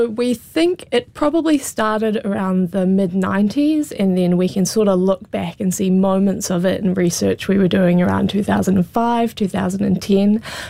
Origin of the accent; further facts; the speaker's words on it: New Zealand; we, as New Zealanders